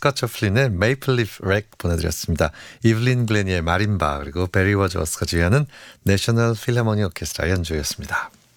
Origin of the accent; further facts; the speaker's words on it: Seoul, South Korea; 제가 청담동에서 자랐는데요.